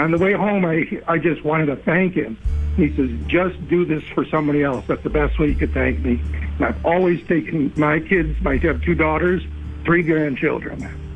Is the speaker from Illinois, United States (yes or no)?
yes; Chicago, Illinois, United States; I grew up in Chicago. I got the ivy of Wrigley Field running through my veins.